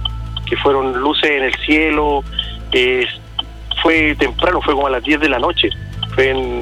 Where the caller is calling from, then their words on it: Talcahuano, Biobío, Chile; Estoy llamando de Talcahuano, Los Cerros